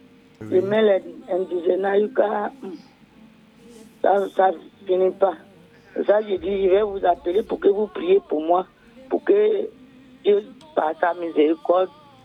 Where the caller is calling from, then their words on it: Yamoussoukro, Côte d’Ivoire; Moi, je suis à Yamzoko 220.